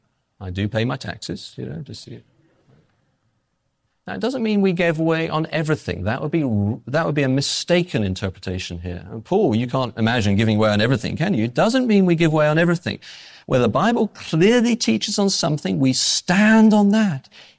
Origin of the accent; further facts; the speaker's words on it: England, United Kingdom; No, I'm English. I can get away with these things, right?